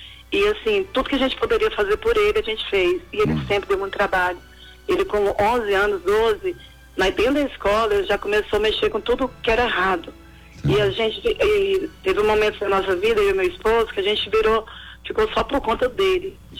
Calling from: Goiânia, Goiás, Brazil; De Goiânia.

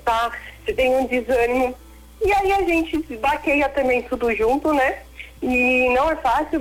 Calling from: Limeira, São Paulo, Brazil; eu sou aqui de Limeira.

